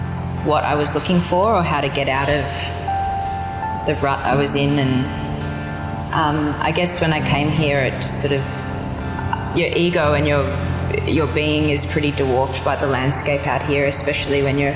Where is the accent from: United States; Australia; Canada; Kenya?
Australia; Sydney, New South Wales; born there; moved away as an adult; now in Alice Springs, Australia; and I was born in Sydney. I moved to Alice Springs when I was 23, and I came here initially to help my housemates from Sydney run a youth program.